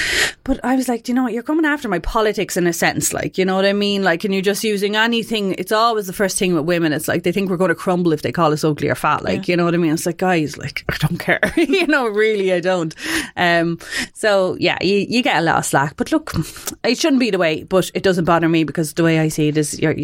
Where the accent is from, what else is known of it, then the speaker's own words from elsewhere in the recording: Cork, Munster, Ireland; now in Carlow, Ireland; now I'm a blow-in to Carlow, but I grew up in Cork and the town we were in was kind of like, we were in the tech school